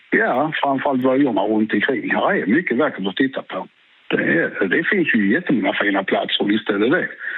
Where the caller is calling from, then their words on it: Skåne, Sweden; Mitt i centrala Skåne, lite norr om Hur. Så det är ganska precis mitten av Skåne.